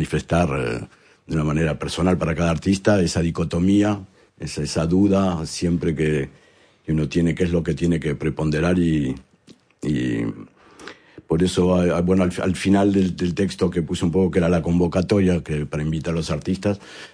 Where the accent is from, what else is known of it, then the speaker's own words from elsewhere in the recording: Argentina; no sé, en mi país, en Argentina, o acá también, a veces la gente les critica a los políticos